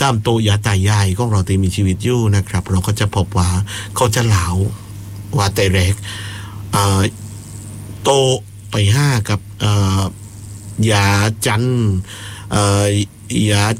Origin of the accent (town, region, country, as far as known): Phuket, Thailand